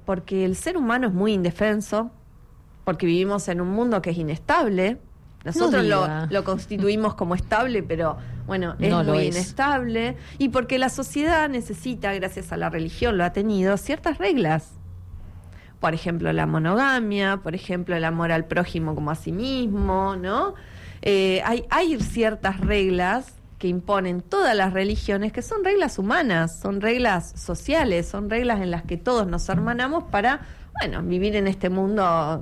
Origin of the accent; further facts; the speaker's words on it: Argentina; creo que somos todos argentinos.